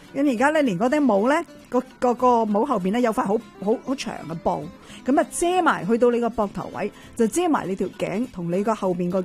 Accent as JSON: {"language": "Cantonese", "country": "Canada", "said": "我哋加拿大人"}